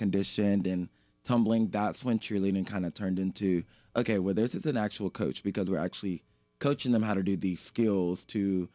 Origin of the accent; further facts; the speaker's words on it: Blountstown, Florida, United States; So I'm from Bluntstown, born and raised.